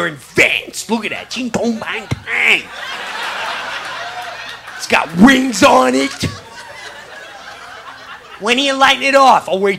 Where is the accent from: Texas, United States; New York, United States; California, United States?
New York, United States; where I grew up in Long Island, it was already awesome because you had to know someone to get fireworks.